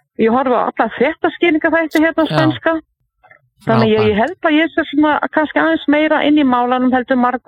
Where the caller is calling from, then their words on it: Torrevieja, Valencian Community, Spain; Torri Veka.